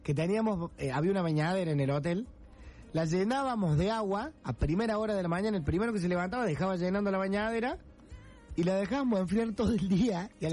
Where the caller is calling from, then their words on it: Angélica, Santa Fe, Argentina; Hola, soy de Angélica Santa Fe, escuchando